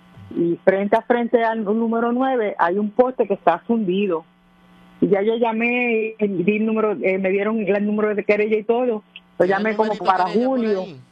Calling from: Aguadilla, Puerto Rico; Soy aquí de Aguadilla.

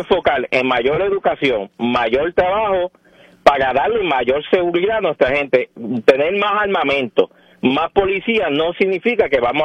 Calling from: Puerto Rico; Yo soy un puertorriqueño que defiende nuestra nacionalidad, nuestra puertorriqueñidad y nuestro territorio

